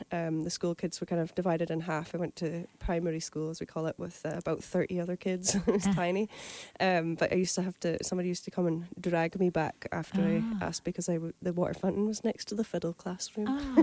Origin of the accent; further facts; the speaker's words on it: Orkney, Scotland, United Kingdom; I grew up in Orkney, which is an archipelago in the north of Scotland.